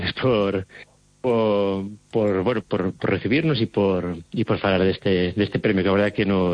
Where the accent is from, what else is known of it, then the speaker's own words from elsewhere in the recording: Vilar de Barrio, Galicia, Spain; Eu son de Vilar de Barri e sempre pensei que sabía moito, que coñecía moito dos entroidos.